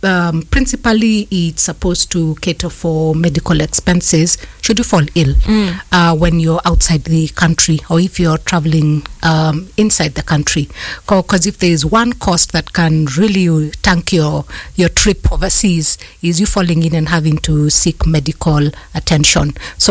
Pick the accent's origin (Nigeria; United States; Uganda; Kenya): Kenya; Nairobi; growing up in Nairobi